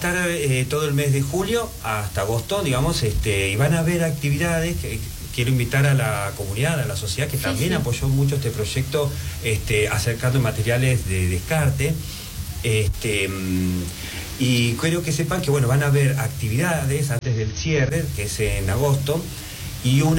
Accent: Patagonia, Argentina; Miren que yo soy muy patagónico

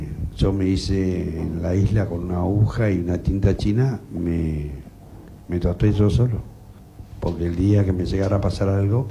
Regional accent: Río Gallegos, Santa Cruz, Argentina; born there; y soy nacido acá en Río Gallego.

